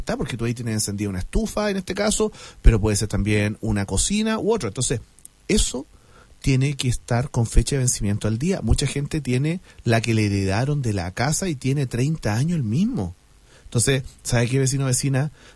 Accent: Concepción, Biobío, Chile; En mi casa somos todos ex de Concepción y allá no hace tanto calor, pues no hay 40 grados como acá, allá hay 30, 32.

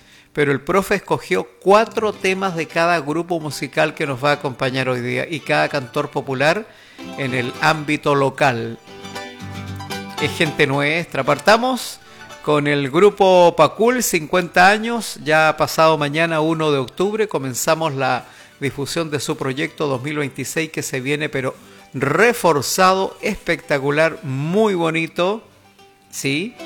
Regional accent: Chile; somos chilenos todo el año.

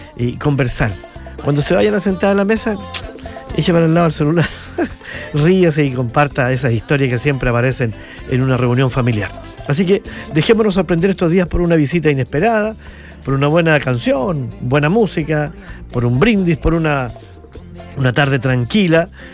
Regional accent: Chillán, Ñuble, Chile; Tenemos programación todo el fin de semana para seguir disfrutando como chilenos, como chillanejos y seguir al frente.

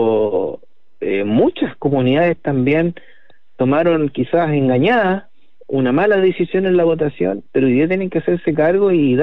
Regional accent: Chile

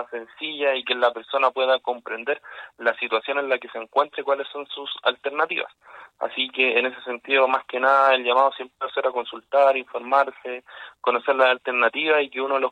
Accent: Maule, Chile; yo soy nacido y criado en Maule, tengo un vínculo real con la comunidad

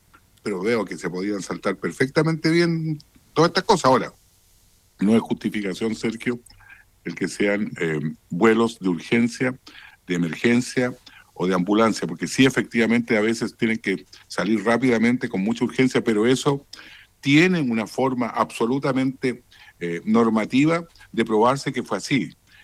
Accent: Chile

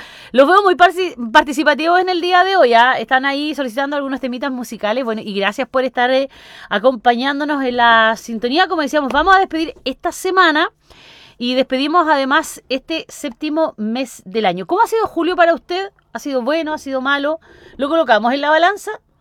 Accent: Chile; los que sufrimos somos los pobres chilenos

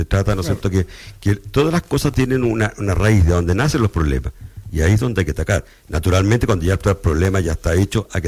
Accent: Chile; Somos así porque somos chilenos, no importa un carajo.

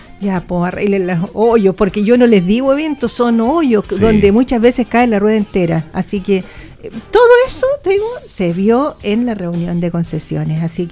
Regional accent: Chile; somos todos chilenos

